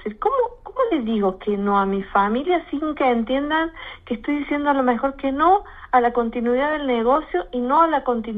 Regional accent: Río Tercero, Córdoba, Argentina; also born or lived in Villa Carlos Paz; soy oriunda de Río Tercero, entonces tengo toda la familia acá

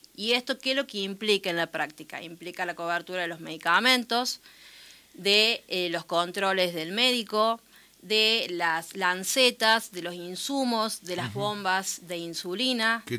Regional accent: Villa Mercedes, San Luis, Argentina; now in Río Cuarto, Argentina; Yo soy de acá, oriunda de Villa Mercedes, pero me encuentro viviendo en la ciudad de Río Cuarto.

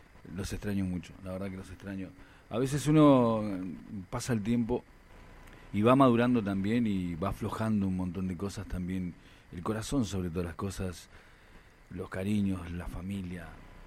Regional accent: Argentina; also born or lived in Montevideo, Uruguay; soy uruguayo. Y justo duele mucho a veces, ¿no? Recordar, desde los 5 años que estoy en Argentina, me crié en Argentina, amo este país, pero también extraño ese Montevideo querido

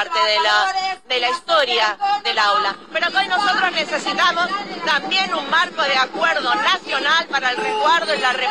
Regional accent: Quilmes, Buenos Aires Province, Argentina

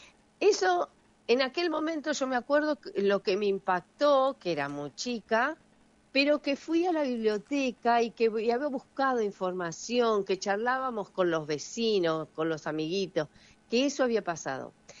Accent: San Andrés, Buenos Aires Province, Argentina; en mi barrio, en el lugar de donde yo nací.

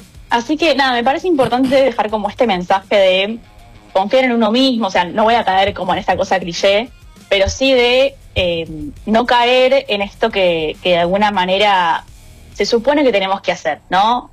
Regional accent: United Kingdom; pueden conseguir a alguien incluso que sea de Australia, yo soy de Reino Unido, o sea, opciones hay miles y sin embargo me eligieron a mí.

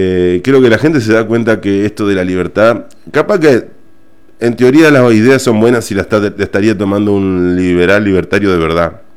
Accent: Argentina

